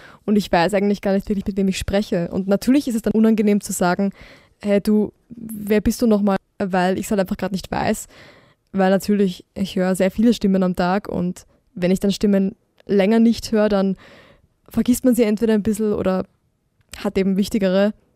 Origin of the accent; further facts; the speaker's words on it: Burgenland, Austria; ich bin im Burgenland aufgewachsen und wohne auch immer noch dort